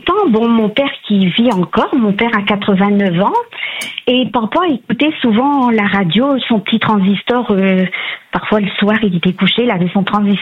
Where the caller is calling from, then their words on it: Abbeville, Hauts-de-France, France; je vous appelle de la Somme, d'Abbeville.